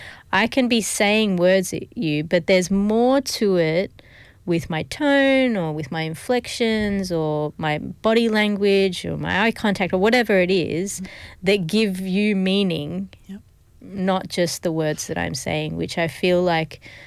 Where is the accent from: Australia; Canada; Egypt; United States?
Australia; Adelaide, South Australia; I'm Aussie too. Like I was born in the Adelaide Hills. I grew up, I went to Blackwood High School. Like it was, I'm a very Aussie Adelaide girl.